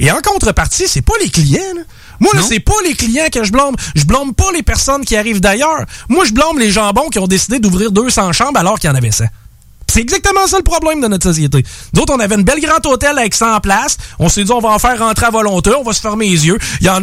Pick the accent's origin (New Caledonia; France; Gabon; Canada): Canada; now in Côte d'Ivoire; Moi, en tant que Canadien-Français qui débarque sur la Côte d'Ivoire, de me faire dire ça, je me sens pas attaqué.